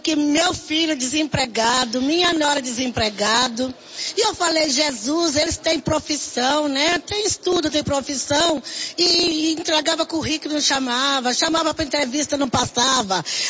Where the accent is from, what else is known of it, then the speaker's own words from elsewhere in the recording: São Paulo, Brazil; Eu venho da Zona Norte, mando aqui em São Paulo.